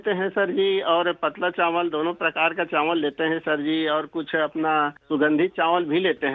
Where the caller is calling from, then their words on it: Nawagarh, Chhattisgarh, India; मैं नवागढ़ कटाई जिला बेमेतरा छत्तीसगढ़ से … बोल रहा हूँ